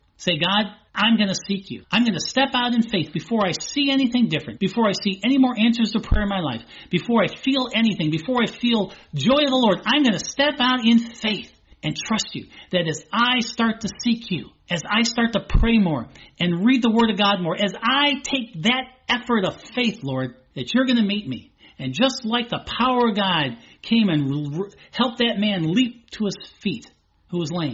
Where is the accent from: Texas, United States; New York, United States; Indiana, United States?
Indiana, United States; I grew up in Indiana